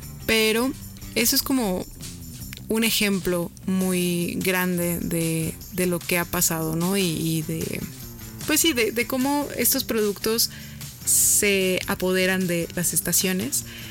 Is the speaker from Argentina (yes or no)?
no; Mexico; cómo esto nos da identidad como mexicanos